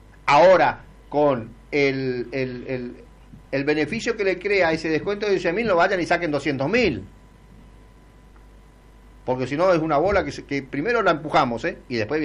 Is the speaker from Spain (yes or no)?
no; Argentina; Porque soy argentino y sé de todo.